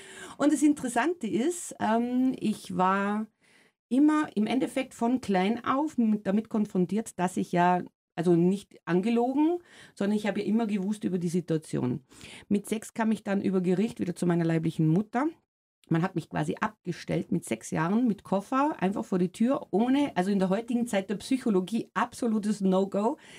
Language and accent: German; Carinthia, Austria; born there; moved away as an adult; also born or lived in Germany; Ich bin gebürtige Österreicherin, also ich hoffe, alle Österreicher sehen es mir jetzt ein bisschen nach, dass ich meinen Dialekt nicht verlernt habe. Es kommt immer so ein bisschen durch, aber ich war 27 Jahre jetzt in Deutschland